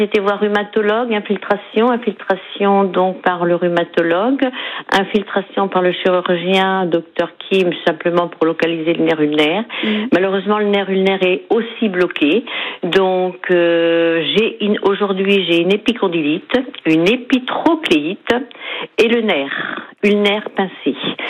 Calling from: La Chapelle-Rainsouin, Pays de la Loire, France; La chapelle Rinsoin

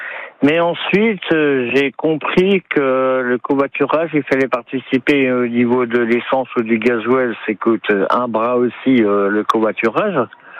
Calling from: Hérouville-Saint-Clair, Normandy, France; J'habite à Hérouville, mes enfants sont à Lisieux.

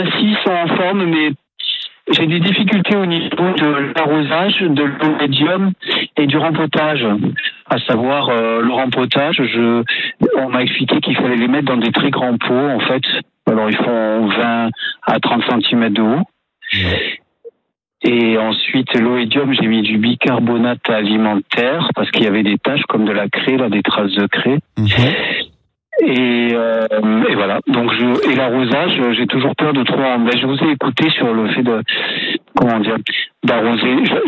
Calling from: Nîmes, Occitanie, France; Oui, je suis à Nîmes dans le Gard, effectivement.

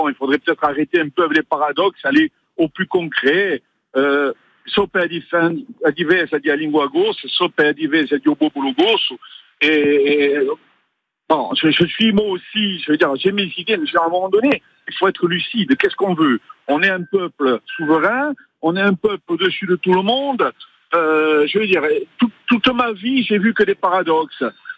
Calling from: Corsica, France

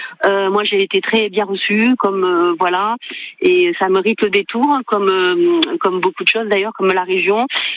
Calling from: Toulouse, Occitanie, France; Je suis revenue chez moi à Toulouse avec grand regret. Moi, j'aime beaucoup Toulouse

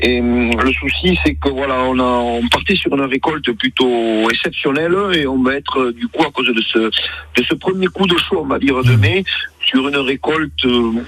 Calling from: Cabanac-Séguenville, Occitanie, France; moi je l'appelle du canton de Cadour, plus précisément de Cabanac-Séquenvillers.

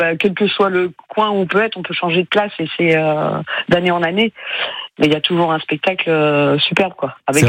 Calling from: Les Sables-d'Olonne, Pays de la Loire, France; j'habite les Sables d'Olonne.

